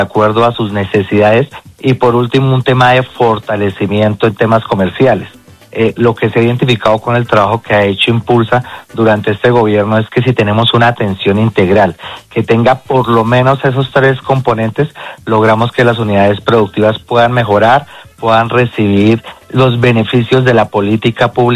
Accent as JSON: {"language": "Spanish", "region": "Bogotá", "country": "Colombia", "said": "yo soy rolo, por decirlo de alguna forma, es la primera experiencia en este territorio"}